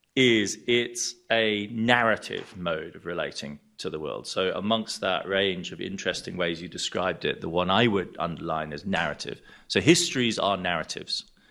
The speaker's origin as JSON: {"language": "English", "country": "Germany", "tie": "born or raised there", "said": "60% of the kids enrolled in elementary school have migrant backgrounds, like me myself. I grew up in Germany."}